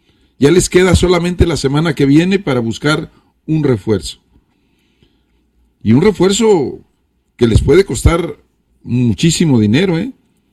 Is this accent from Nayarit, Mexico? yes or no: yes; Nayarit, Mexico; No soy huichol, yo soy Cora.